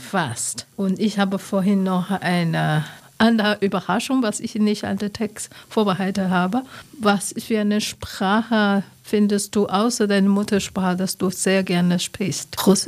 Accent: Taiwan; Taiwanerin, aber ich bin auch Chinesin.

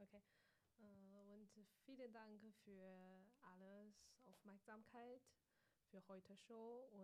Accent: Qiqihar, Heilongjiang, China; moved away; ich komme aus Shishihar.

